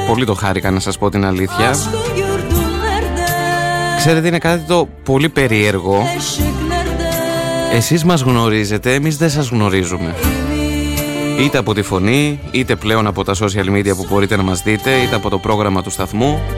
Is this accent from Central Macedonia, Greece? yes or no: yes; Michaniona, Central Macedonia, Greece; στο χωριό μου, στη Μηχανιώνα